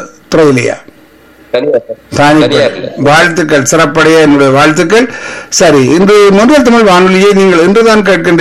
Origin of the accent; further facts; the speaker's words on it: Sri Lanka; நானும் ஒரு ஈழத்தமிழன் தான், அதனால் அந்நாடு எனக்கு தெரியும்.